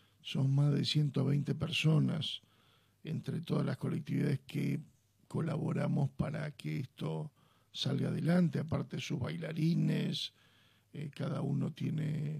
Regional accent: Argentina; Y Uruguay y Argentina hablamos el mismo castellano. Pero nuestro castellano tiene que ver con un acento, y es el acento italiano.

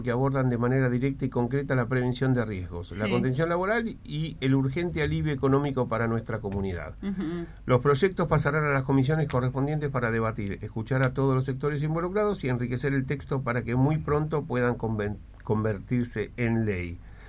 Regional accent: Tierra del Fuego, Argentina; Somos fueguinos.

